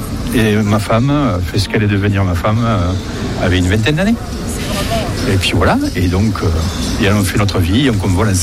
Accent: Montauban, Occitanie, France; born there; j'adore ma ville. Je suis né à Montauban.

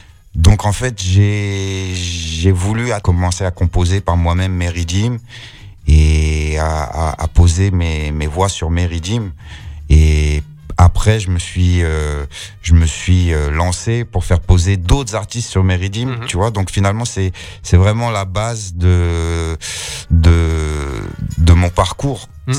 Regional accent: Sens, Bourgogne-Franche-Comté, France; now in Paris, France; J'ai grandi à Sens. C'est à une heure de Paris.

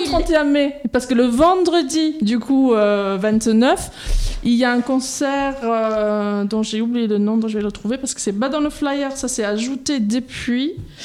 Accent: England, United Kingdom; French is a second language; also born or lived in Toulouse; now in France; En fait, je suis à la base anglaise. Vous l'entendez peut-être dans mon petit accent.

